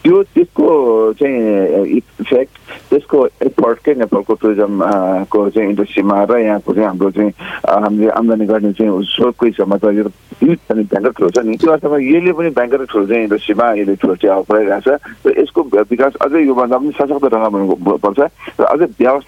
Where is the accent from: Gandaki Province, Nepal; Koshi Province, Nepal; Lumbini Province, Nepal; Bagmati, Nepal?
Koshi Province, Nepal; Khumbu; born there